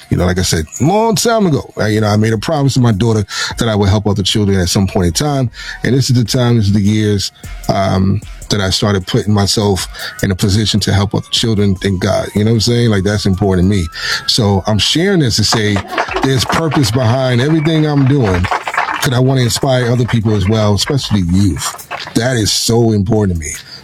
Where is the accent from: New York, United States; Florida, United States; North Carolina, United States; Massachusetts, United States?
New York, United States; New York City; I'm from Harlem